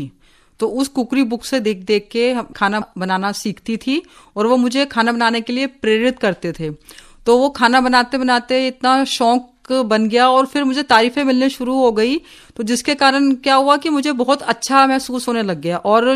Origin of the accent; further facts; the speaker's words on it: Chandigarh, India; मैं चंडीगढ़ से बिलोंग करती हूँ और मैं पंजाबी हूँ